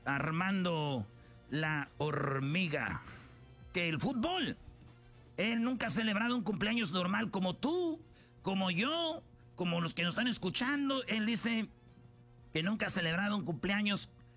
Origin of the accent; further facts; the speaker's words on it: Mexico; No, pues primero, antes de ser chivista, soy mexicano.